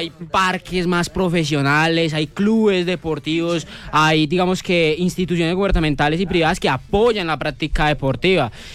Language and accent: Spanish; Fusagasugá, Cundinamarca, Colombia; moved away as an adult; now in Envigado, Colombia; No, yo soy de un pueblito de Cundinamarca que se llama Fusagasugá.